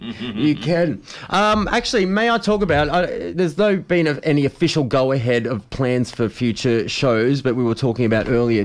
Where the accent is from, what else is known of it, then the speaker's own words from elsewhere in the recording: Australia; But I'm from Australia. We've got the real deal over here.